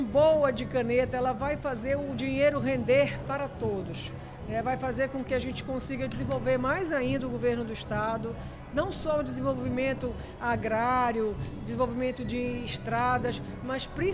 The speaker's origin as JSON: {"language": "Portuguese", "region": "Pará", "country": "Brazil", "said": "Eu, como paraense, sou extremamente orgulhosa"}